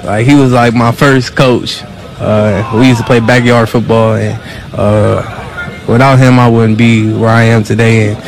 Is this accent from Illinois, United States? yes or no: no; the Bay Area, California, United States; growing up in the Bay Area